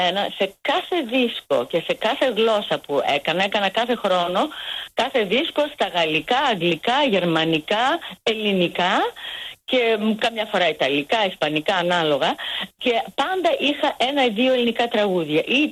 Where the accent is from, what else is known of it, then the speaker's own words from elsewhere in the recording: Greece; γιατί είμαι βεβαίως Ελληνίδα.